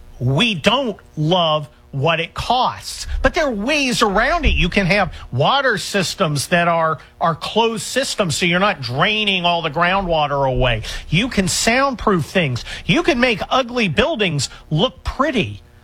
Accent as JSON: {"language": "English", "town": "San Mateo", "region": "California", "country": "United States", "tie": "born or raised there", "said": "I grew up right around Silicon Valley out in San Mateo, California"}